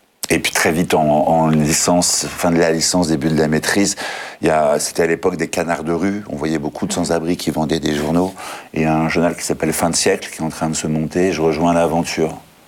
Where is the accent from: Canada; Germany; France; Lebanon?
France; Des lettres, voilà, bonjour, je suis un Français.